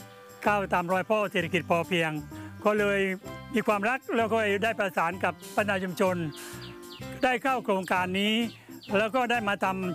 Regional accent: Trang, Thailand; เดิมผมเป็นคนจังหวัดตรังครับเป็นลูกชาวนาทำนาด้วยความยากลำบาก

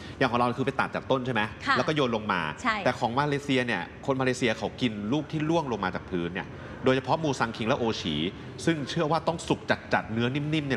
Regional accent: Phitsanulok, Thailand; born there; also born or lived in Chumphon; ผมเนี่ยเกิดพิษณุโลกแต่พื้นเพเนี่ยคุณตาคุณยายคุณแม่เนี่ยเป็นคนชุมพรเดี๋ยวจะงงไงแต่ว่าเกิดพิษโลก

